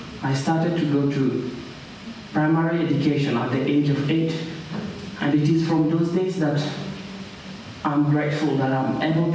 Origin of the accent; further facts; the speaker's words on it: South Sudan; born there; When I was born in South Sudan, from the stories that my father told me, it was a struggle between the North and the South